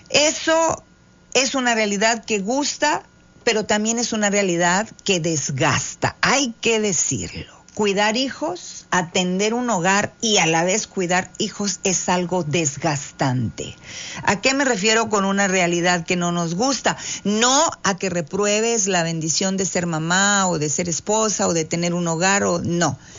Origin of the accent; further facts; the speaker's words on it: Tamaulipas, Mexico; siguiendo este en vivo desde Ciudad Victoria, Tamaulipas, capital, Ciudad Victoria de nuestro estado Tamaulipas